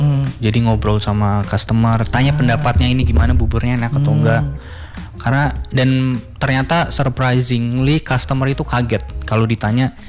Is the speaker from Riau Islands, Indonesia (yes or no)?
yes; Batam, Riau Islands, Indonesia; born or raised there; moved away as an adult; also born or lived in Jakarta / Bogor / Melbourne, Australia